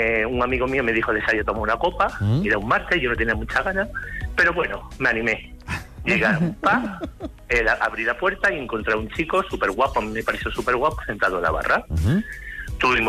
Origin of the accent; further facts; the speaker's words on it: Andalusia, Spain; yo soy de Andalucía